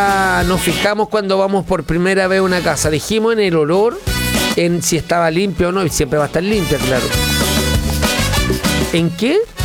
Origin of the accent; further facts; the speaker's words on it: Chile; somos fijones los chilenos